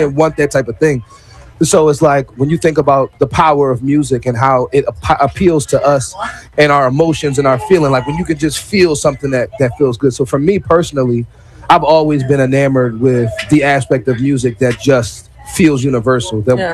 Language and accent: English; Philadelphia, Pennsylvania, United States; I felt tapped out of the Philly scene, because I'm an artist from Philly, yeah.